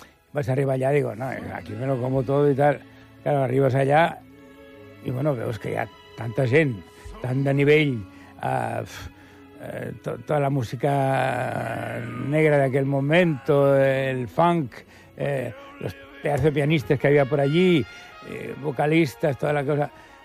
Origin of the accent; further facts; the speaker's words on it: Valencia, Valencian Community, Spain; also born or lived in Boston; I com que jo sempre havia cantat en francès, des de petit, a València o francès, sabia tota la chanson.